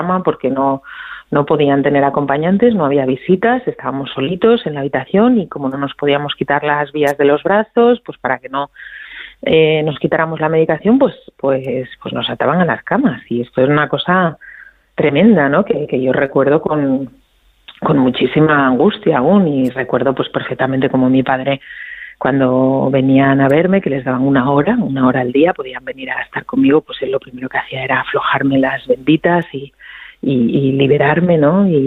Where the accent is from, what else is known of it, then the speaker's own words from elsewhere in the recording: Asturias, Spain; soy asturiana